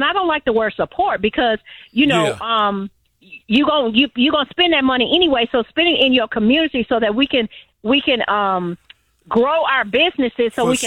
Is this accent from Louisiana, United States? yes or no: yes; Louisiana, United States; now in Chicago, United States; I'm originally from Louisiana.